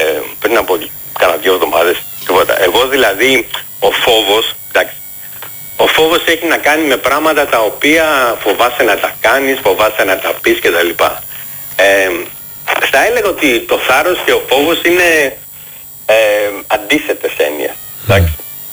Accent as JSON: {"language": "Greek", "country": "Nigeria", "second_language": "Greek", "moved": "yes", "lives_now": "Ireland", "said": "Αλλά εγώ εντάξει, μένω στην Ιρλανδία, είμαι από την Αιγυρία, αλλά εγώ κατά πάθος είμαι Έλληνας."}